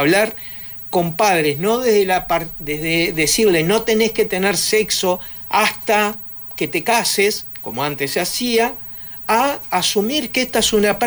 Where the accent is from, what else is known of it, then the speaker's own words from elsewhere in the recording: Uruguay; Yo como uruguayo, no ecuatoriano, soy muy respetuoso de la idiosincrasia de cada país